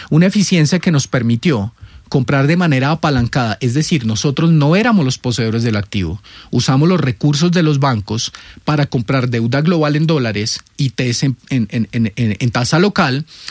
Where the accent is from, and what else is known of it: Colombia